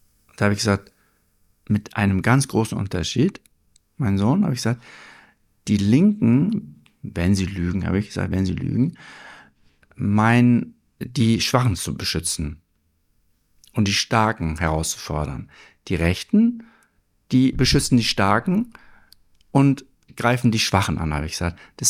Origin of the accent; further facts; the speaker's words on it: Germany; Ich bin ja aufgewachsen in Deutschland